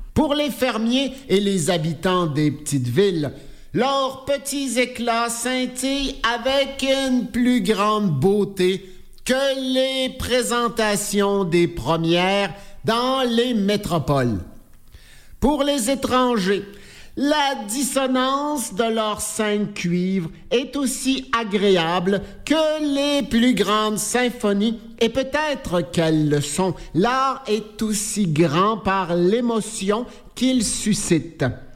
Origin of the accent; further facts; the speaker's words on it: Trois-Rivières, Quebec, Canada; je me souviens quand j'étais petit gars, à Trois-Rivières, pendant l'exposition agricole qui a toujours lieu à la fin de l'été, au mois d'août